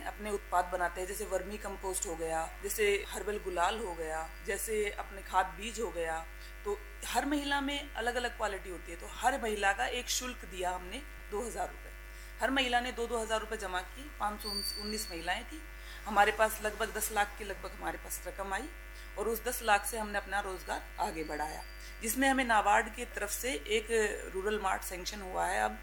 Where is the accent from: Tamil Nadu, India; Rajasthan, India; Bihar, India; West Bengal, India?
Rajasthan, India; Bansur; मैं ग्राम आलमपुर बांसुर अलवर की निवासी हूँ।